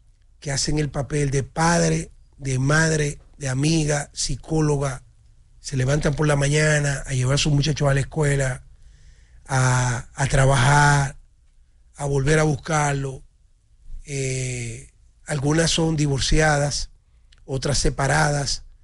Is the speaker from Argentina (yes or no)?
no; La Vega, Dominican Republic; yo viviendo en La Vega